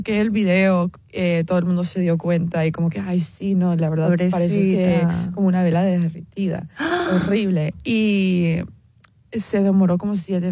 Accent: Cuba; Obviamente yo soy cubana, libertad. Y además soy reina de belleza.

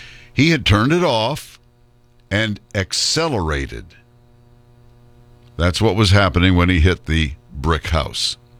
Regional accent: Hawaii, United States; we're from Hawaii

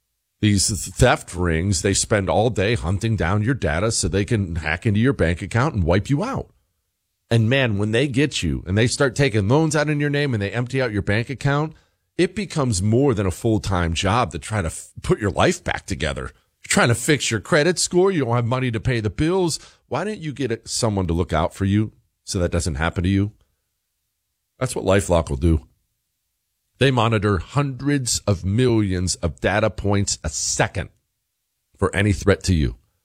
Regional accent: Ohio, United States; born there; I was born in Ohio, but Ab lived in Canada for a while.

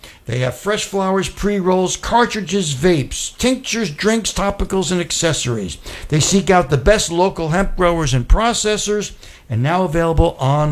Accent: New Jersey, United States; We grew up in New Jersey

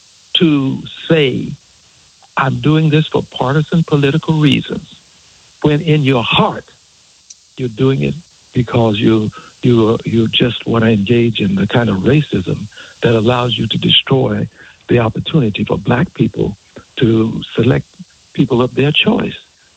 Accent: New Orleans, Louisiana, United States; born there

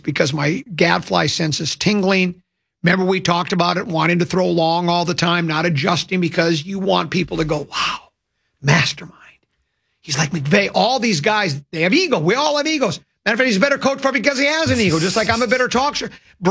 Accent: Woodbury, Minnesota, United States; We're both from Woodbury.

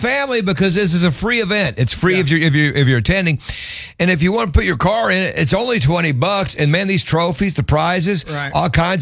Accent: Middletown, United States; My hometown, the middle Dairy Queen.

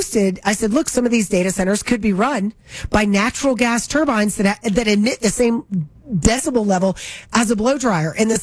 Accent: Florida, United States; moved away; My town in Florida is still pretty, I mean, it's a small city, big town

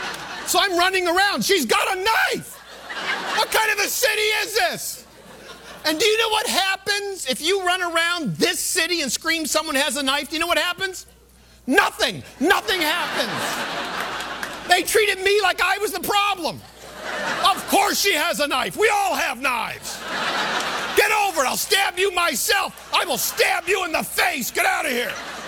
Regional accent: New York, United States; now in New York City, United States; I'm a New Yorker, but I'm not from New York City. I'm from what I call New York Country, the rural western part of New York State. I'm from a small town just on the outskirts of a Walmart.

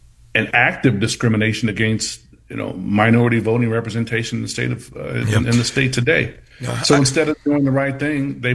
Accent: Indiana, United States; I'm from Indiana. You know, I was raised by my grandmother

